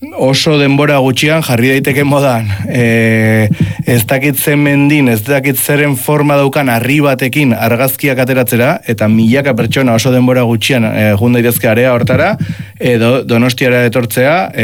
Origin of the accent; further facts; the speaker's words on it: Southern Basque Country, Spain; hemen Ego Euskal Herriko biztanlei etzigun hainbeste eragin